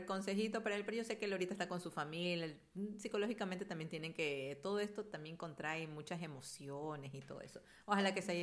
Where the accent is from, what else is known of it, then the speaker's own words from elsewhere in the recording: Ecuador; Incluso ahí en España tienen los ecuatorianos un apodo tenemos